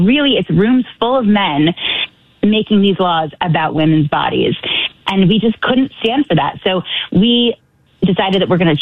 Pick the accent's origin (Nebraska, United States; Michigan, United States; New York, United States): Michigan, United States; You know, I grew up in Michigan, so thanks for giving us a shout out.